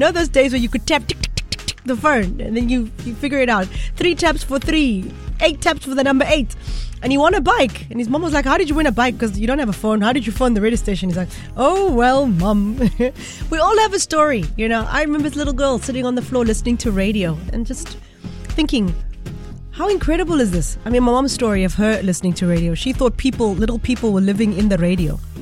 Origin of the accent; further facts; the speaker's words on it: Johannesburg, Gauteng, South Africa; And I was coming in from Joburg, having lived in Joburg my whole life, and listening to East Coast Radio coming in.